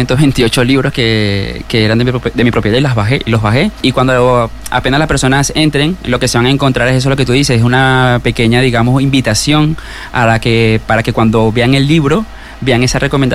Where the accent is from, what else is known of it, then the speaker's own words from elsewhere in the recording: Venezuela; now in Valencia, Spain; Yo soy de Venezuela, pero aquí me siento como en casa, aquí en el barrio.